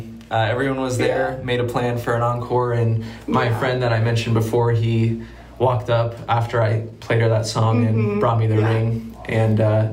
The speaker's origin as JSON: {"language": "English", "town": "Sabetha", "region": "Kansas", "country": "United States", "said": "I'm from Sabetha, Kansas. It's a little town about an hour north of Topeka."}